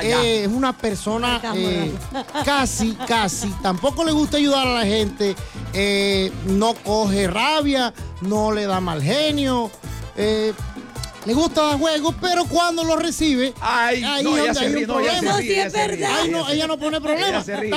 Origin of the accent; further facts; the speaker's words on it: Maicao, La Guajira, Colombia; soy de Maicao.